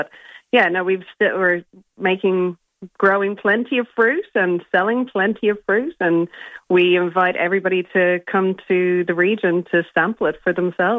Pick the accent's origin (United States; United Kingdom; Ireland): Ireland; moved away as an adult; now in Renmark, Australia; So, originally, I'm Irish, and I came here 15 years ago, and I'm the tourist who hasn't left.